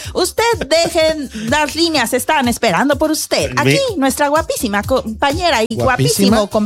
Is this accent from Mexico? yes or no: yes; Tlalnepantla, State of Mexico, Mexico; Mía, tú no estás para saberlo ni yo para contarlo, pero yo me crié allá en Tlalnepantla